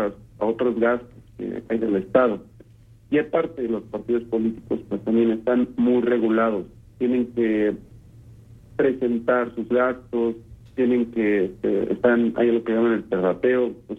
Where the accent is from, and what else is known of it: Mexico